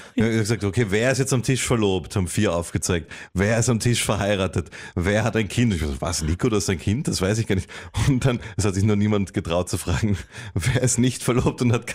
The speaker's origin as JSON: {"language": "German", "region": "Vienna", "country": "Austria", "tie": "born there", "said": "Ich bin in Wien zur Schule gegangen"}